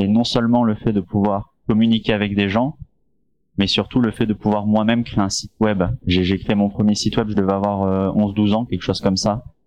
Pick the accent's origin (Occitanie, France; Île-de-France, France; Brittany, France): Brittany, France; Rennes; Alors, moi, du coup, je viens de Rennes, en France. Où, voilà, la capitale de la Bretagne.